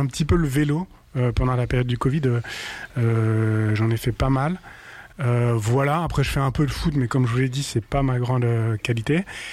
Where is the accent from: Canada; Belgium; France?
France; also born or lived in Ethiopia; je suis né en 1990, je suis né en Éthiopie, mais j'ai grandi en France depuis l'âge de mes 2 ans